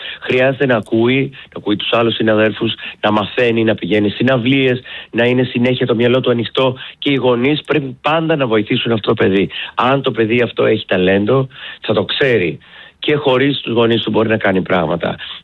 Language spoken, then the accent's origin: Greek; Greece; Θέλω να είμαι ο Έλληνας. Η Ελλάδα είναι η πατρίδα μου, την Ελλάδα αγαπώ, η Ελλάδα μου έχει δώσει τόσα πολλά.